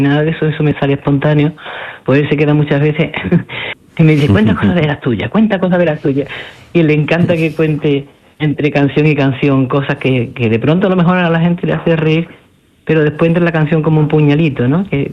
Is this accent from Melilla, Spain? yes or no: no; Andalusia, Spain; Nos encanta llevar nuestra Andalucía donde quiera que vayamos. Y siempre se nos nota en todo que estamos unidos, que somos andaluces